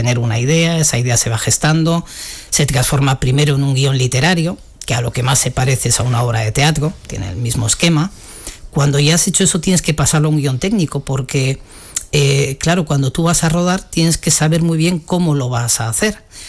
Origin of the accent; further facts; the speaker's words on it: Alsasua, Navarre, Spain; el recuerdo que yo tengo de ir al cine por primera vez era en un pueblecito donde vivía de pequeño, en Alsasua, ir con mi abuela.